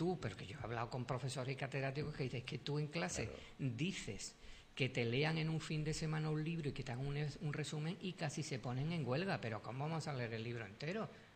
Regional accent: Andalusia, Spain; porque yo soy andaluz y también me gustaría estar en una terraza.

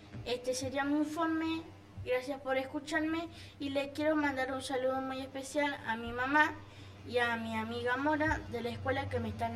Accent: Argentina

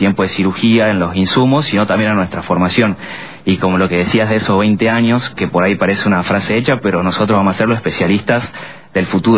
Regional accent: Jujuy, Argentina; moved away; yo soy de Jujuy

